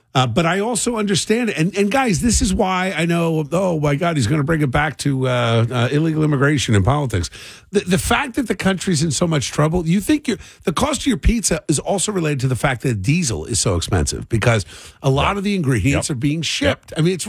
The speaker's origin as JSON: {"language": "English", "town": "Cherry Hill", "region": "New Jersey", "country": "United States", "tie": "born or raised there", "said": "We had a place, I grew up in Cherry Hill, and we would bike through what was called the Magic Forest."}